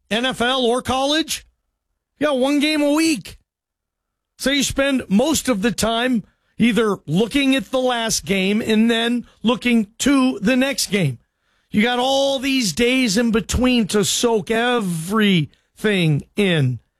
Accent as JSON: {"language": "English", "town": "Seattle", "region": "Washington", "country": "United States", "tie": "born or raised there", "said": "World Cup in Seattle, my hometown."}